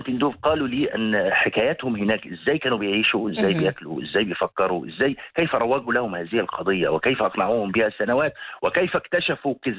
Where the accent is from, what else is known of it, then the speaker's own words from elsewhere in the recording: Egypt; moved away as an adult; now in Morocco; لما عملت يوميات صحفي مصر في المغرب